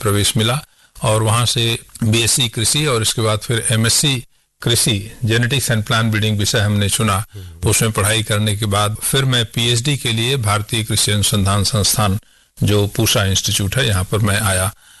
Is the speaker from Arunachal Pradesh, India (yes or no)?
no; Uttar Pradesh, India; मैं पूरी उत्तर प्रदेश से आता हूं, उन क्षेत्रों में चावल नहीं अगर मिला खाने को तो इसका मतलब आपका भोजन पूरा नहीं हुआ